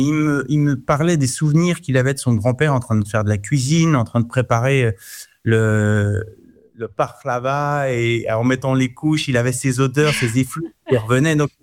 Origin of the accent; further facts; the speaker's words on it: Paris, Île-de-France, France; Très enraciné en France, je suis un Parisien, vraiment je suis fier de l'être.